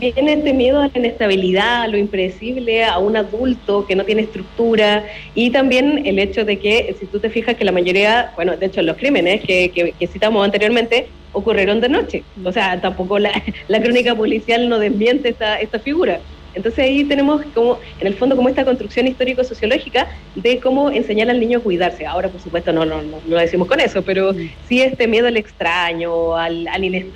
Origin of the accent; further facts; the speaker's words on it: Santiago, Santiago Metropolitan Region, Chile; now in Valparaíso, Chile; Oye, yo vivo en Valparaíso, no, ya. Bueno, es bastante común que pase en persona, pero no, como santiaguina que soy transportada acá